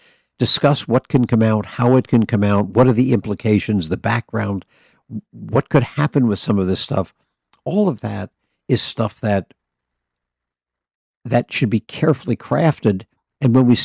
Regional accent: United States

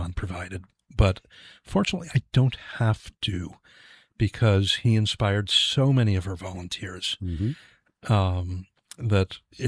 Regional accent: New Jersey, United States; moved away as an adult; also born or lived in The Bronx, New York; now in Nashua, United States; I was born in the Bronx, New York, and grew up in New Jersey.

